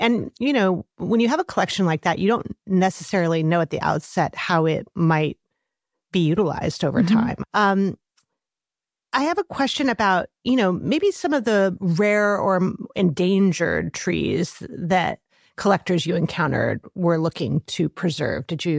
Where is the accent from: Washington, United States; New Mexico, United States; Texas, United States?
New Mexico, United States; Yeah, I have to say, I'm from New Mexico. You had a couple of New Mexico stories. I actually grew up near Fort Sumner, which is where the Long Walk ended.